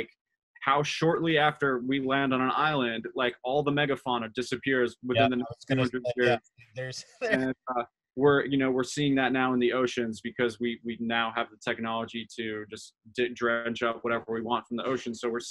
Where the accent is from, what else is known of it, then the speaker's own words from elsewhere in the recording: New York, United States; moved away; I grew up in New York, suburbs of New York, and like pretty affluent area.